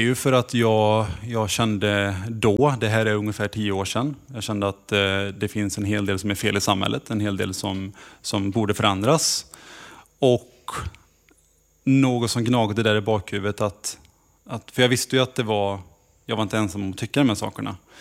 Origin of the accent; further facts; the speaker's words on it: Kvänum, Västra Götaland County, Sweden; jag växte ju inte upp i Falköping. Jag växte inte ens upp i Falköpings kommun, utan jag växte upp i Vara kommun i Kvänum.